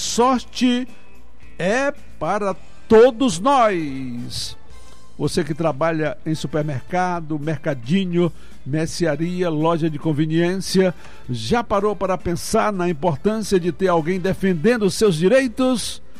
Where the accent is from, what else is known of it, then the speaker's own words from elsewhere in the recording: São José do Frade, Ceará, Brazil; Nós somos de São José do Frade, que é um distrito. Agora é Raimundo Martins, mas ele é um distrito de Santa Quitéria, mas é São José do Frade, entendeu?